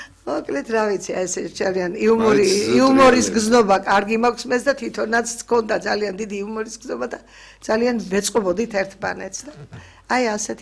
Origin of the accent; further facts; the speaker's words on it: Kareli, Shida Kartli, Georgia; born there; იქ დავიბადე მე ქარელში